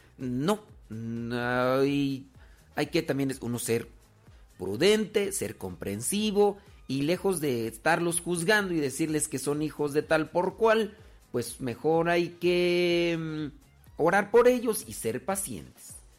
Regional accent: San Bartolito, Mexico; Pues soy de San Bartolito

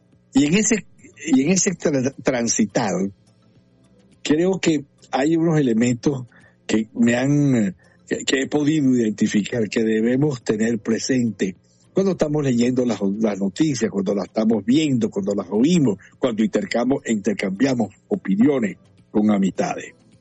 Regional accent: Venezuela; uno como venezolano

